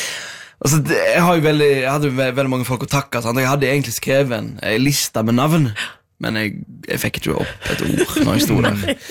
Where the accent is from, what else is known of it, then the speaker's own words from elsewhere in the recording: Stord, Vestland, Norway; now in Oslo, Norway; Jeg var hjemme på Stord.